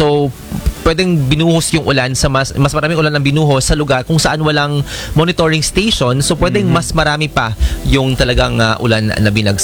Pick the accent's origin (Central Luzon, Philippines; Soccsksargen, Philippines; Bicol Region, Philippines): Bicol Region, Philippines; taga Bicol ako.